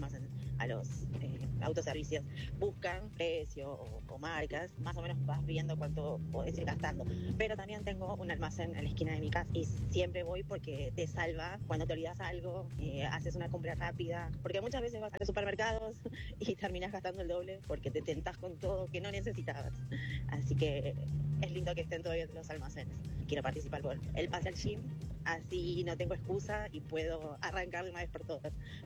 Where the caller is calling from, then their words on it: Los Polvorines, Buenos Aires Province, Argentina; soy de Los Polvorines.